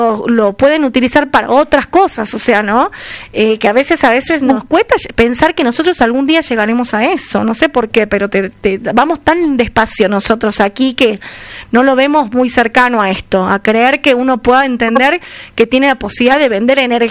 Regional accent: Argentina; nosotros sabemos que somos argentinos y que amamos nuestro país

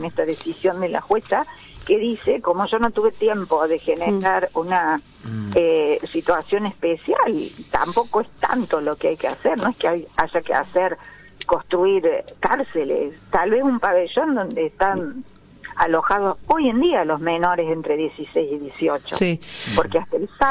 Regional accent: Córdoba, Argentina; yo por ejemplo soy cordobesa

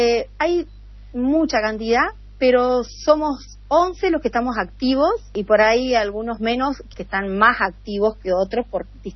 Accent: Santo Tomé, Santa Fe, Argentina; soy de Santo Tomé, Santa Fe … mamá de tres chicos y un nieto

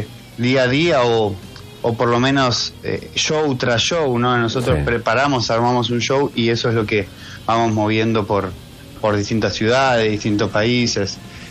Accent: Buenos Aires, Argentina; yo sí soy porteño

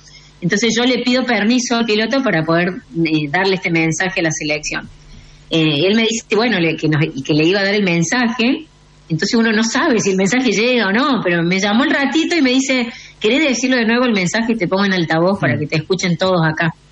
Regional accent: Córdoba, Argentina; accent: cordobesa tonada; also born or lived in Buenos Aires; Soy de Córdoba.

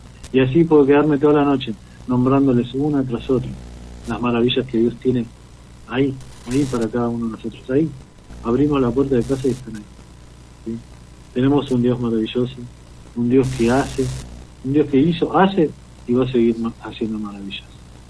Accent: San Isidro, Buenos Aires Province, Argentina; Nosotros somos de San Isidro, ¿no? Zona norte de Gran Buenos Aires.

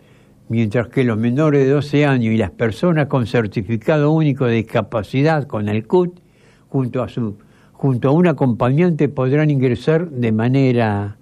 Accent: Santa Fe, Argentina; como somos santafesinos también

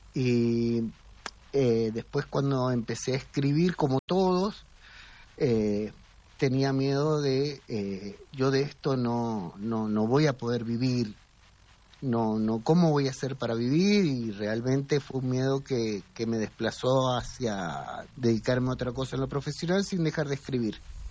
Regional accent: Mendoza, Argentina; Yo soy de Mendoza

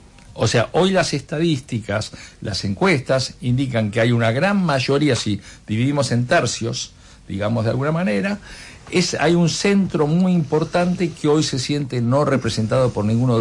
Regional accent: Argentina; yo elijo vivir en mi país, quiero mi país, pago impuestos en mi país

